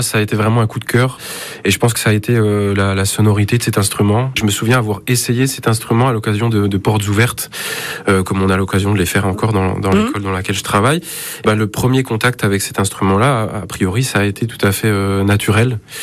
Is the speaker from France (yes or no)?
yes; Belfort, Bourgogne-Franche-Comté, France; also born or lived in Héricourt / Montbéliard; Je suis né à Belfort